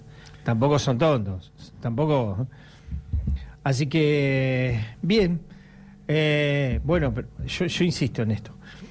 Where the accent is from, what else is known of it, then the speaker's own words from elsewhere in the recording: Argentina; como argentinos es un día triste.